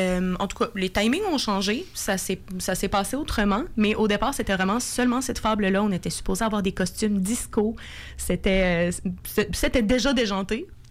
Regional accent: Quebec, Canada; moved away as an adult; now in Quebec City, Canada; Non, moi je viens du lac Saint-Jean.

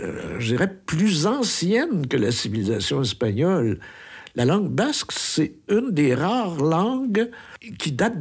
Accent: Quebec, Canada; ça nous touche en tant que Québécois.

